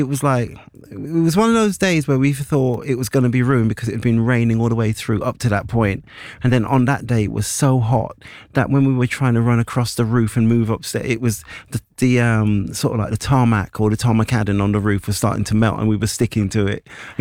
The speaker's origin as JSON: {"language": "English", "town": "Birmingham", "region": "West Midlands", "country": "United Kingdom", "moved": "yes", "said": "I'm from Birmingham originally. What am I saying? You know what? I'm a Brummie."}